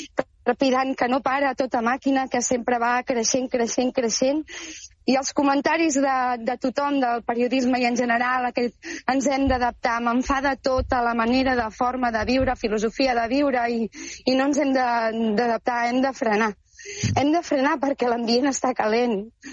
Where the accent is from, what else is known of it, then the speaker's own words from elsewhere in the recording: Calonge, Catalonia, Spain; Jo sóc de Calonge, nascuda a Calonge, pagès del Mas Molla de tota la meva vida. Tinc 41 anys, o sigui, 41 anys que estic a peu de les Gavarres